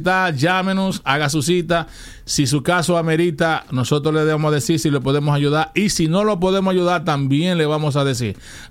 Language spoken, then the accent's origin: Spanish; San Francisco de Macorís, Duarte, Dominican Republic; es normal que pues si yo soy un pajero de San Francisco de Macorís.